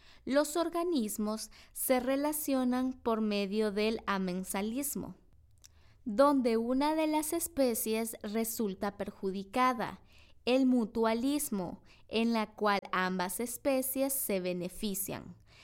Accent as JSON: {"language": "Spanish", "country": "Honduras"}